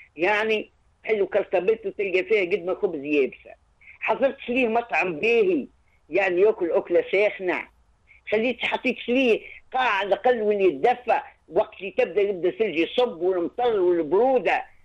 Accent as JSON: {"language": "Arabic", "country": "Tunisia"}